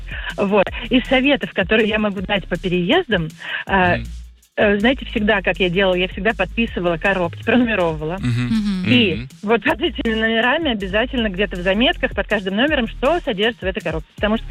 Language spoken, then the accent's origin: Russian; Saratov, Saratov Oblast, Russia; also born or lived in Armenia / North Ossetia / Krasnodar Krai; потому что я родом из Саратова. А переезжали мы, то есть это была Армения, это была там Осетия, сейчас там Краснодарский край.